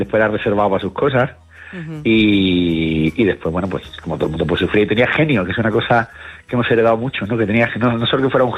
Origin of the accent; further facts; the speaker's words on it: Cádiz, Andalusia, Spain; No, yo además me crié en Cádiz